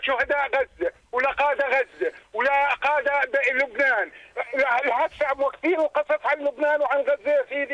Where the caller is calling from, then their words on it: Jordan; وبلدنا بخير، وطول ما سيدنا أبو حسين فوق راسنا،